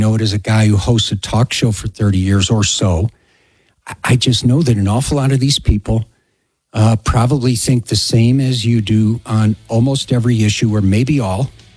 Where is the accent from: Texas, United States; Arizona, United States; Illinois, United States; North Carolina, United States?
Illinois, United States; Chicago; I grew up in Chicago.